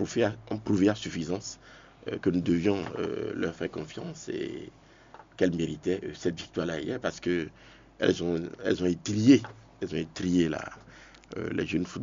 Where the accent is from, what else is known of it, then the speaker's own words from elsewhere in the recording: Benin; Bon, on dirait chacun, tous nous sommes des Béninois, non?